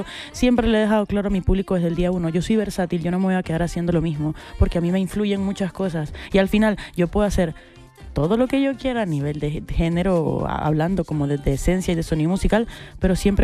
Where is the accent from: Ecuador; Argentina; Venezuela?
Venezuela; now in Bogotá, Colombia; Yo me fui de Venezuela para Bogotá. Este disco también tiene como toda esa esencia de lo que es emigrar, de lo que es estar en otro lugar completamente nuevo.